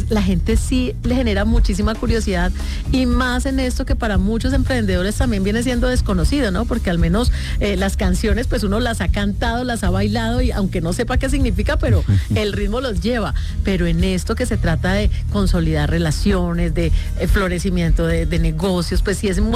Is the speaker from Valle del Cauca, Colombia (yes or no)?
yes; Cali, Valle del Cauca, Colombia; yo soy caleña